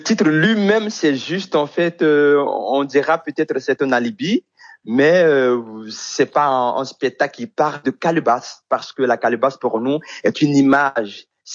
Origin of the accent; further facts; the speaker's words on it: Côte d’Ivoire; Je suis à Caen, je suis en Côte d'Ivoire. Et je suis au centre de la Côte d'Ivoire.